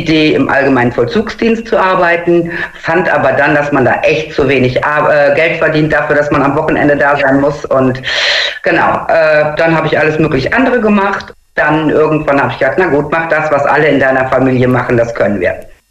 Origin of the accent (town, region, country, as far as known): Xanten, North Rhine-Westphalia, Germany; born or raised there; also born or lived in Münster